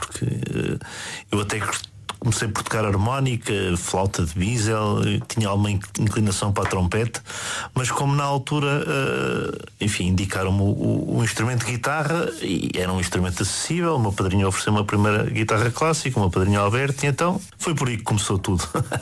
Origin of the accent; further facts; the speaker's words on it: Centre, Portugal; não decidi voltar para casa porque o chamamento da beira baixa, da beira alta, enfim, da minha terra, sempre falou mais alto, não é?